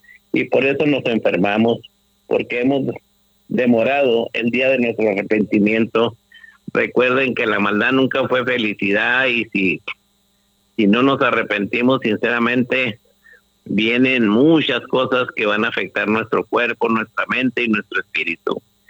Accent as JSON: {"language": "Spanish", "town": "Delicias", "region": "Chihuahua", "country": "Mexico", "said": "Qué bueno que se fue a mi tierra querida, Delicias."}